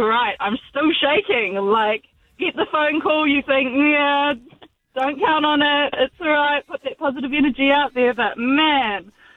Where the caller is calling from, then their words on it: Auckland, New Zealand; I'm from Auckland.